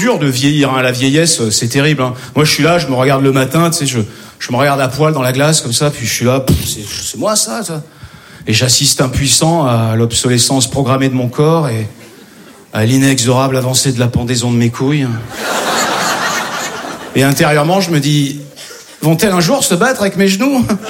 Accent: Corsica, France; moi je suis corse

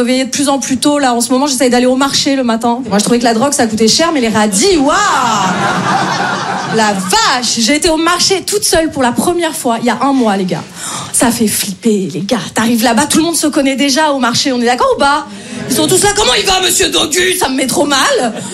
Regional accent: Paris, Île-de-France, France; moi je viens de Paris.

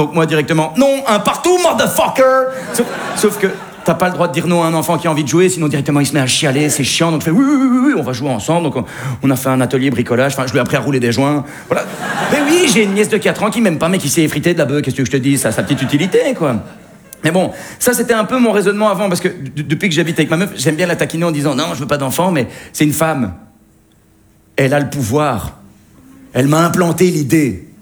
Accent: Belgium

